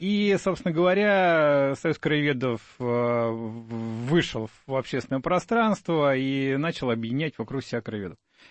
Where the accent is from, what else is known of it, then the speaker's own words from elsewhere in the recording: Moscow, Russia; для меня, как коренного москвича, когда люди начинают говорить, вот там, я коренной